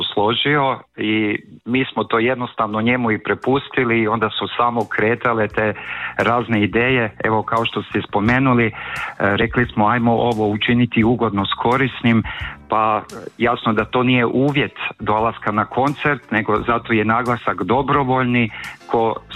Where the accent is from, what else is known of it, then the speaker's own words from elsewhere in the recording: Slavonia, Croatia; Kod nas u Slavoniji rokat je pojam napiti se, jel?